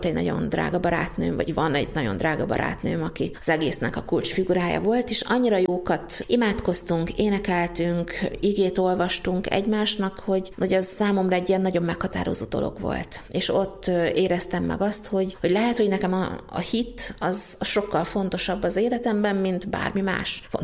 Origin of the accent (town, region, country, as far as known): Gyula, Békés, Hungary; born or raised there